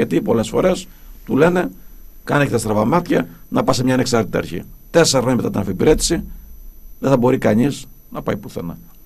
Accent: Crete, Greece; Εγώ δεσμεύομαι εδώ από τον τόπο μου, από την πατρίδα μου

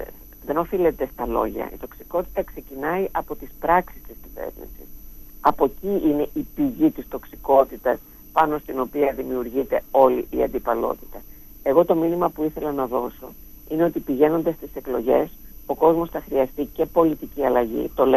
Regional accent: Kozani, Western Macedonia, Greece; Εγώ, όπως ξέρετε, κατάγομαι από την Μακεδονία, από την Κοζάνη.

